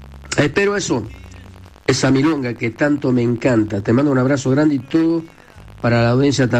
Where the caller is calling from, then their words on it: Mendoza, Argentina; de Mendoza.